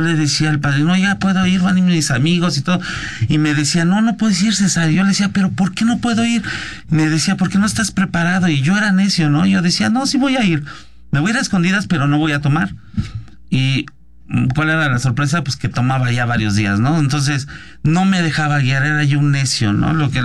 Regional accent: Ixtapaluca, State of Mexico, Mexico; born there; yo nací en CCI Iztapaluca

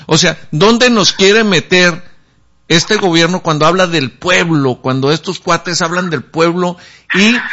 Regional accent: Mexico; si yo tengo doble nacionalidad, soy mexicano

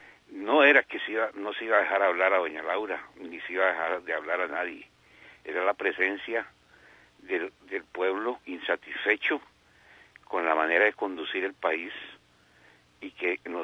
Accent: Costa Rica; Nos, somos parte de Centroamérica, pero Centroamérica no es parte de Costa Rica.

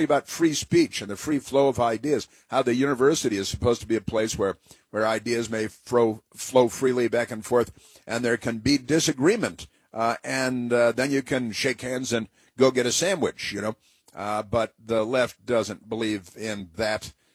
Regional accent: Illinois, United States; He grew up north and west of Chicago, not far from where I did most of my growing up.

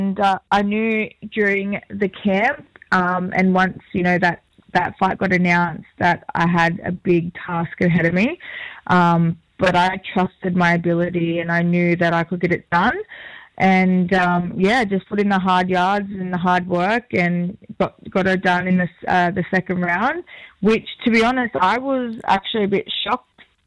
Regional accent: Peak Hill, New South Wales, Australia; down in Wiradjuri country, I'm from Peak Hill. And … from down that way.

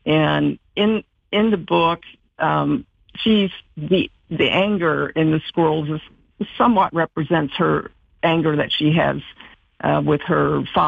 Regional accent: Indianapolis, Indiana, United States; moved away as an adult; I'm the only one from a large family that moved away from home. I'm originally from Indianapolis.

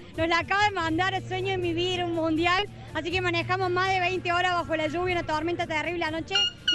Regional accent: Argentina; now in United States; Por 90 minutos volvemos a estar en Argentina y por eso estamos acá.

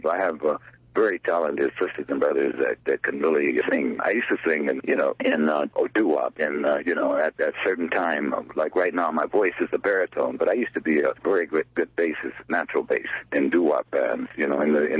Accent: Monrovia, California, United States; I grew up in Monrovia, California, in Los Angeles County. And I grew up there up until probably around my 20 years. I grew up there.

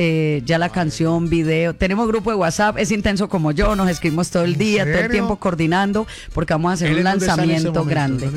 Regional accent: Medellín, Antioquia, Colombia; moved away; Yo creo que el sueño más grande es estar en mi tierra, con mi familia, con mis amigos, con la gente que amo, la gente que me vio crecer, a la ciudad que le debo lo que soy.

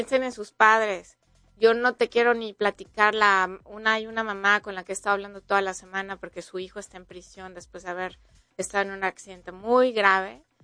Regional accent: Mexico; sintámonos también muy orgullosos como mexicanos.

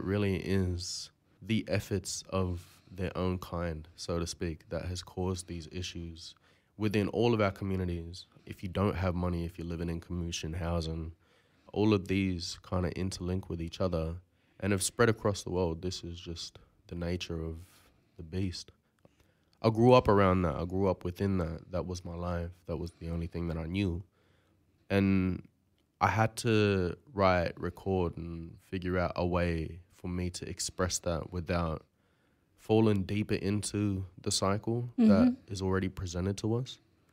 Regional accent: Moree, New South Wales, Australia; Gamilaroi, so Big Gamilaroi, Dungari and Gumbangir. I'm from Moree, that's where I was born at, that's my home country.

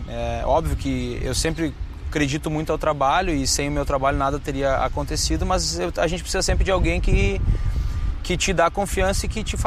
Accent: Rio Grande do Sul, Brazil; até porque eu sou de lá, né? Eu sou gaúcho, então as minhas raízes, a minha família tá toda lá

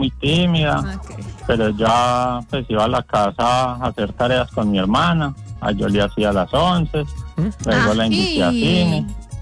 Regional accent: Jardín, Antioquia, Colombia; born there; accent: paisa; moved away as an adult; also born or lived in Bogotá; now in Ibagué, Colombia; yo soy de Jardín, Antioquia, ya viví como 20 años. Ajá. Uh-huh. Entonces todavía tengo el acento de allá, revuelto con el de acá.

